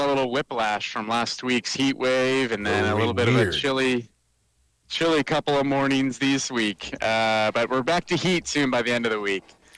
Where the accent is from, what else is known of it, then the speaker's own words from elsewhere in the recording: Sonoma County, California, United States; for me as a person growing up in Sonoma County